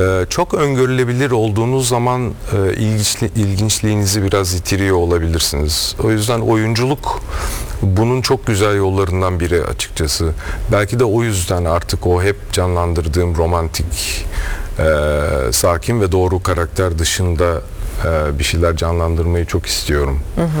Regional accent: Milas, Muğla, Turkey; born there; now in Bodrum, Turkey; Evet, ben Milaslıyım gerçi, Milas doğumluyum

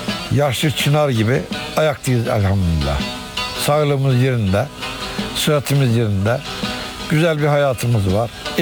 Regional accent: Afyonkarahisar, Turkey; also born or lived in Kışlacık village, Afyonkarahisar; 1958 doğumluyum. Kışlacık köyünde doğdum. Afyonkarahisar'da merkez köyü. Orada biraz 7-8 yaşlarıma kadar köyde kaldım. Ondan sonra Afyon merkeze yerleştim. Afyon merkezde hayatımı devam ettirdim.

